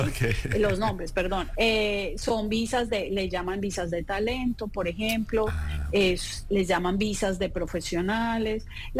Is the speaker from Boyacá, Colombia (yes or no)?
no; Cartago, Valle del Cauca, Colombia; moved away as an adult; Esa fue la visa con la que yo soy inmigrante. ¿Ah, sí? Hace 30 años, soy de Cartago Valle.